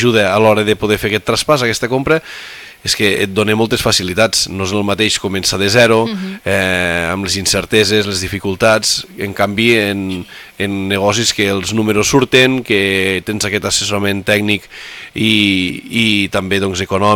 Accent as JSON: {"language": "Catalan", "town": "Corbins", "region": "Catalonia", "country": "Spain", "said": "Jo quan dic amb jornades d'alcaldies que sóc de Corbins"}